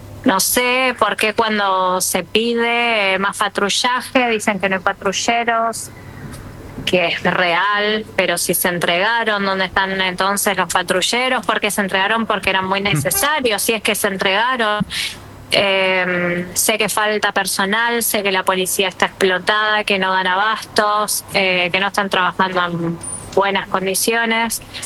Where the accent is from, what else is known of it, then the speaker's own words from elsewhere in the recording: San Justo, Buenos Aires Province, Argentina; yo soy de San Justo toda la vida y soy de La Matanza.